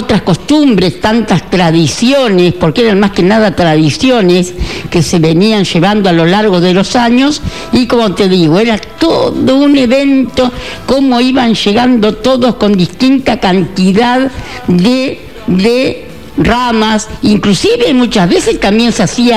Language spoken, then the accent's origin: Spanish; Argentina; por más que soy argentina, que quiero que gane Argentina